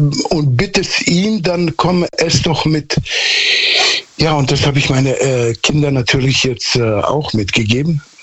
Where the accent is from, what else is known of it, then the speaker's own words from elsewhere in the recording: Southern Germany, Germany; Ich bin quasi auf dem Dorf aufgewachsen in Süddeutschland. Da war die Welt ein bisschen anders und komischerweise heute ist das immer noch so.